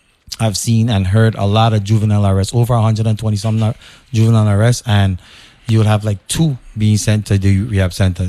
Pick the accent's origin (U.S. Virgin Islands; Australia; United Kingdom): U.S. Virgin Islands; St. Croix; also born or lived in New York, United States; growing up in Harborview.